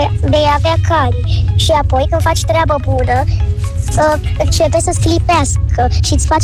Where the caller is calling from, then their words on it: Bucharest, Romania; din București, am 8 ani